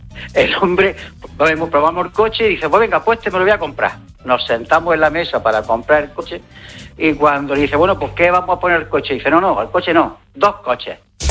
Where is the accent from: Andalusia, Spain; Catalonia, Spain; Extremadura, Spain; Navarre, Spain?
Andalusia, Spain; Almería; now in Málaga, Spain; Yo soy de Almería, aunque ahora vivo en Málaga.